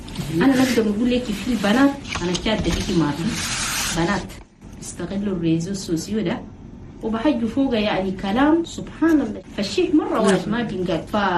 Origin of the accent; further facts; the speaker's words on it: Chad; انا زور ده ما في القبيلة الواحدة اللي بتجمعهم دي الشجرة الظليلة بلدنا تشاد